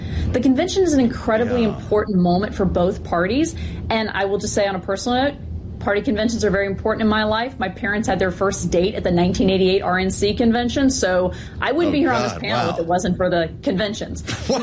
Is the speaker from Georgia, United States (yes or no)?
yes; Georgia, United States; I'm not saying this because I am from Georgia